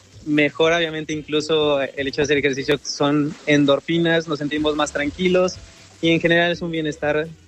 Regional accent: Puebla, Mexico; yo soy originario de Puebla, también doy consulta allí

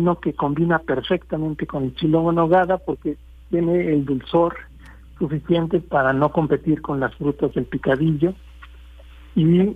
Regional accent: Mexico; en particular como mexicanos, de jugar con lo extraño, con lo extranjero, e incorporarlo.

